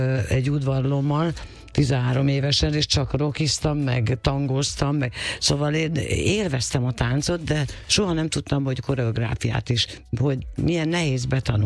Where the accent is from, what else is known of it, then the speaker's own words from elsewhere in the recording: Budapest, Hungary; moved away as an adult; én Sashalmon születtem, és ott laktam 28 évig.